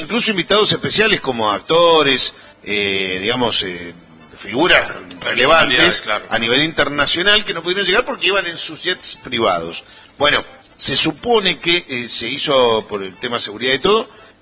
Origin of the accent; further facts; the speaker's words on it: Argentina; no somos los argentinos los que tenemos que decir que ustedes no andan hablando.